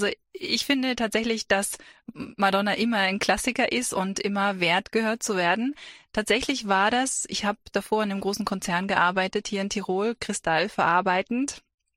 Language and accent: German; Saxony, Germany; born there; Also ich bin, und das ist ein bisschen exotisch, noch in der DDR geboren. Ich komme ja aus Deutschland und meine Eltern leben auch noch im wunderbaren Erzgebirge, landschaftlich ganz, ganz wunderschön.